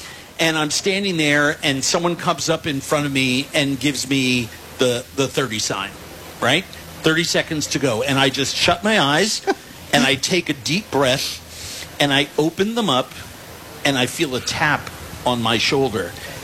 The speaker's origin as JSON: {"language": "English", "town": "New York City", "region": "New York", "country": "United States", "tie": "born or raised there", "said": "And I'm from New York. No one loves New York like me."}